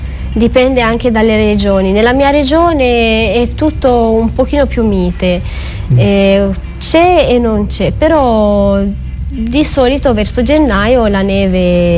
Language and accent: Italian; Romania; born or raised there; Italian is a second language; now in Italy